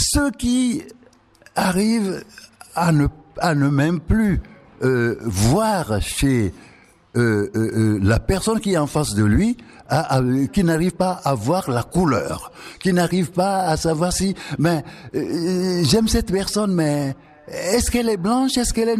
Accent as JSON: {"language": "French", "country": "Togo", "moved": "yes", "said": "j'ai quitté le Togo comme pays colonisé. Et quand je suis revenu 12 ans plus tard dans ce pays indépendant, je ne comprenais pas. On m'a dit que mon pays était indépendant"}